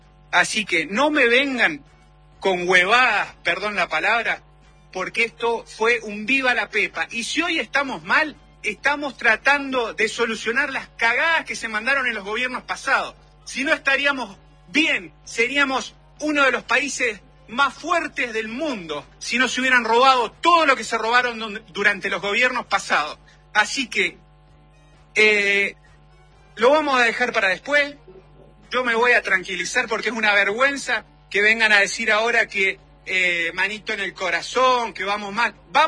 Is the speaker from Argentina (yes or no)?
yes; Argentina